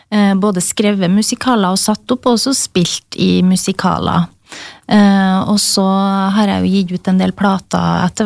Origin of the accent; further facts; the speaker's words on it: Trøndelag, Norway; accent: trøndersk; jeg er jo trønder, så da ble det på trøndersk.